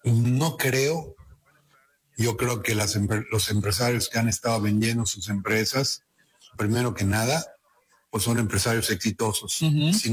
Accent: Mexico; a mí como mexicano, como empresario mexicano

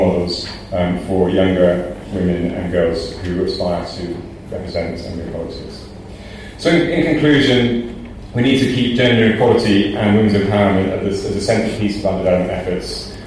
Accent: United Kingdom; In the UK, in my country, we had a record number.

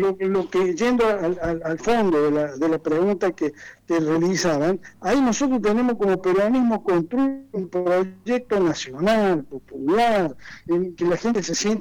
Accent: Río Cuarto, Córdoba, Argentina; moved away as an adult; yo soy del interior, saben que soy cordobés, de Río Cuarto.

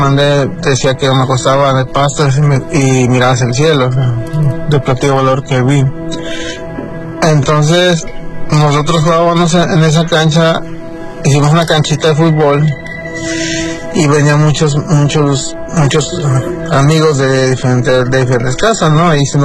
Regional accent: San Luis Potosí, Mexico; Yo vengo de, soy nativo de San Luis Potosí.

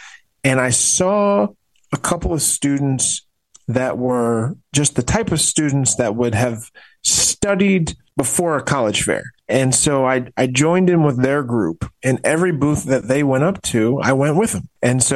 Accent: Gaithersburg, Maryland, United States; moved away; So you know that I grew up in what in my time was called Gaithersburg, Maryland. And my grandparents' time was called Quince Orchard, Maryland. It was one of those places where it was so small. I grew up on a dirt road

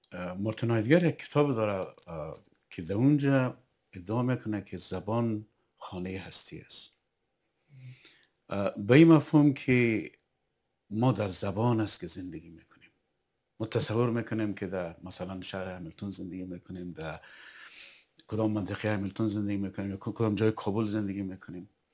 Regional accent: Behsud, Maidan Wardak, Afghanistan; born there; now in ?; ما فرض کنیم در منطقه سرخ‌آباد ولایت بهسود به دنیا آمدیم

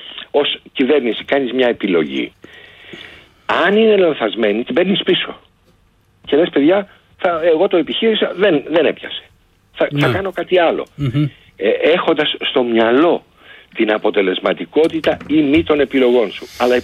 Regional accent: Western Greece, Greece; ένα νοσοκομείο στο Αγρίνιο, ένα στο Μεσολόγγι, που είναι διαφορά, λέω για την πατρίδα μου

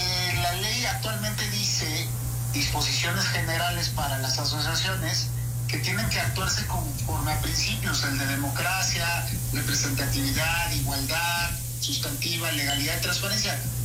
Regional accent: Veracruz, Mexico

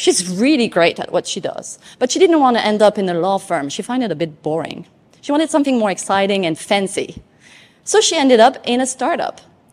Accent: French Polynesia; born or raised there; moved away

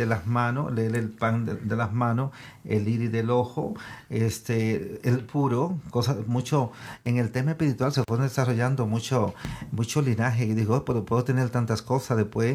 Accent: Netherlands; also born or lived in Dominican Republic; Pero yo solamente nací allá, crecí en Holanda, porque me llevaron muy chico a Europa. Y allá hice mi high school, el Mabo, que le dicen en holandés.

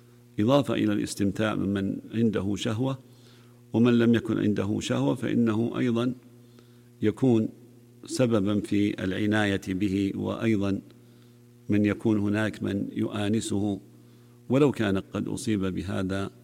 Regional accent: Saudi Arabia; عندنا في المملكة العربية السعودية

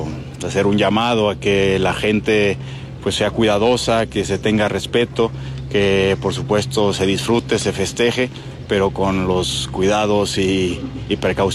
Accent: Mexico; que como mexicanos al final el fútbol mueve mucho y esto nos une

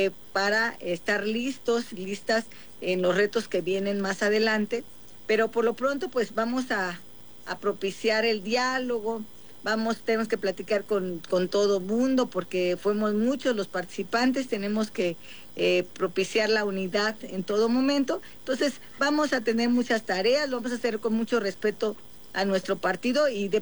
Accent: Mexico; dado que yo soy emanada o soy del pueblo afromexicano, soy costeña

